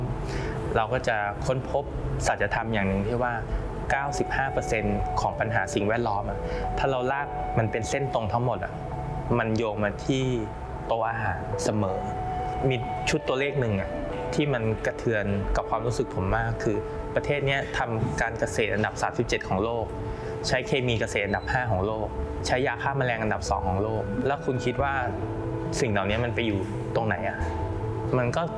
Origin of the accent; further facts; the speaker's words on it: Bangkok, Thailand; moved away as an adult; now in Chiang Mai, Thailand; ผมมาจากกรุงเทพ